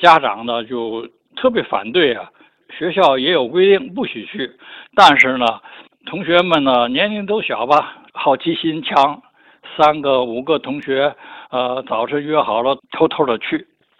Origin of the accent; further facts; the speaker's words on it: Nankai, Tianjin, China; born there; 那个时候我15岁吧，在南开上初中